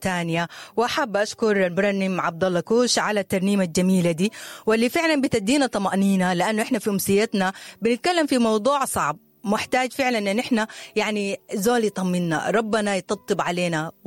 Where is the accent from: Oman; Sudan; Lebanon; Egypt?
Sudan